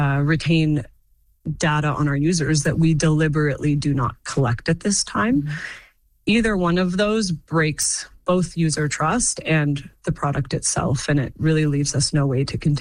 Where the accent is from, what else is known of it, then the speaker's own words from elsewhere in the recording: Canada; We are proud Canadians. We are Canadian owned, Canadian operated, and we love living and working in Canada.